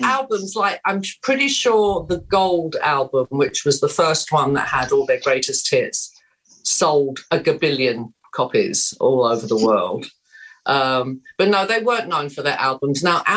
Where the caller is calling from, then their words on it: Twickenham, London, United Kingdom; Twickenham.